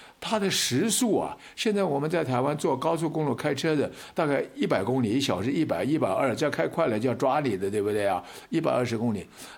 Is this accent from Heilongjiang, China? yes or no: no; Hefei, Anhui, China; now in Taiwan; 我是合肥人，安徽合肥人，家乡合肥